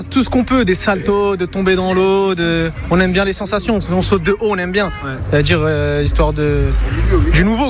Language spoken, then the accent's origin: French; Île-de-France, France; Alors nous, on vient de Seine-et-Marne, on habite dans le 77.